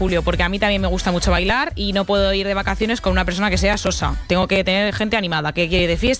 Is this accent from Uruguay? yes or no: no; Spain; Eso como buena española tiene que haber un bar.